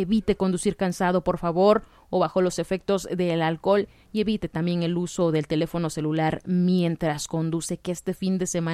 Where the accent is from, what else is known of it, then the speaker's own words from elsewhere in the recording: Oaxaca, Mexico; lo que nos afecta como oaxaqueños.